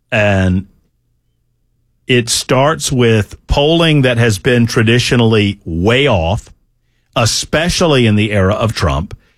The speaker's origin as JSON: {"language": "English", "region": "Georgia", "country": "United States", "tie": "born or raised there", "moved": "yes", "said": "As far as Georgia goes, just because you brought it up, and it is my home state, and I haven't been there in a long time"}